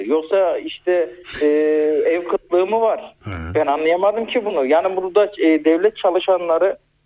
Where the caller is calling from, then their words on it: Ankara, Turkey; Ankara'dan